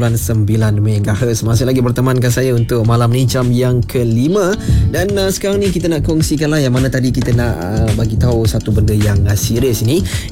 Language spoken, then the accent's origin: Malay; Perlis, Malaysia; Jadi kita harapkan kita sebagai rakyat Perlis ni dapat menjagalah kebersihan di negeri kita ni